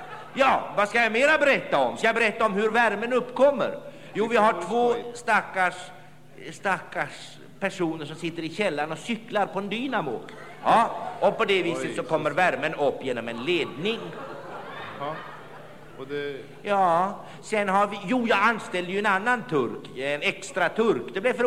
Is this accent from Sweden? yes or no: no; Turkey; jag är ju turk. Och kan det, jag är turk.